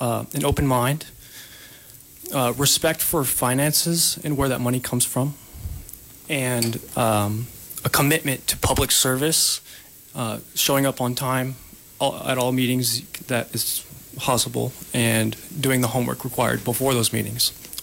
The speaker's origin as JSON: {"language": "English", "town": "Kodiak", "region": "Alaska", "country": "United States", "tie": "born or raised there", "said": "I was born and raised here, and I worked several jobs throughout since 14, and I left the island to go do my studies and graduate, and I wanted to come back and serve my community"}